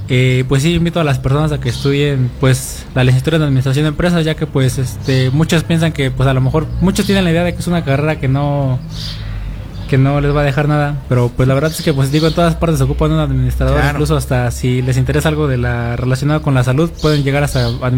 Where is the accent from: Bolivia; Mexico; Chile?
Mexico; Pachuca, Hidalgo; porque no soy de aquí de Tlahuelilpan, soy de Pachuca.